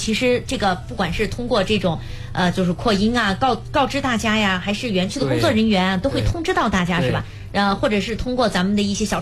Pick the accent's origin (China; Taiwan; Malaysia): China; Qingdao, Shandong